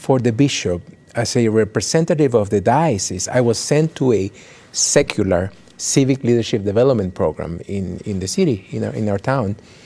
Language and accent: English; Lima, Peru; now in United States; Peru. Lima, Peru.